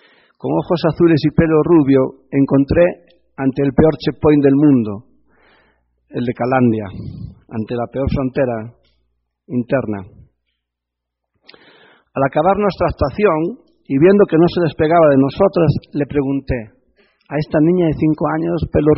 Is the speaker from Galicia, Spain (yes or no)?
yes; Galicia, Spain; Y eso que soy más gallego que el padre de Mafalda, de Manolito, en las historias de Mafalda.